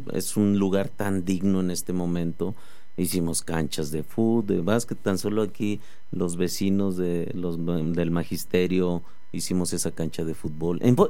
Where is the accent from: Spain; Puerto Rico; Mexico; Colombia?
Mexico; Fresnillo, Zacatecas; voy a estar aquí en Fresnillo, pues porque me interesa Fresnillo, porque tengo un compromiso con mi pueblo, con mi tierra, con Fresnillo.